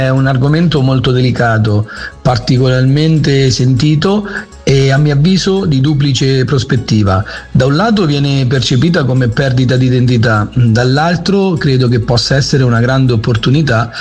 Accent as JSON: {"language": "Italian", "town": "Santa Vittoria in Matenano", "region": "Marche", "country": "Italy", "said": "al mio paese"}